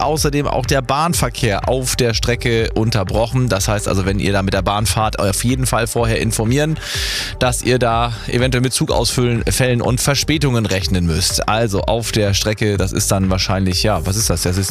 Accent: Henstedt-Ulzburg, Schleswig-Holstein, Germany; bei uns zu Hause, wo ich aufgewachsen bin, in Henstedt

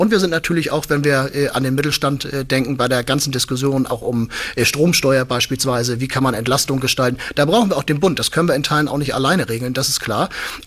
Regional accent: Flensburg, Schleswig-Holstein, Germany; Und ich meine, ich komme ja aus Flensburg

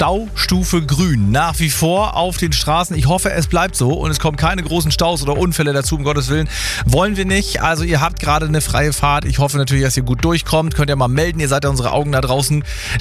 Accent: Schleswig-Holstein, Germany; Und heute geht es in meine Heimat, nämlich nach Dithmarschen.

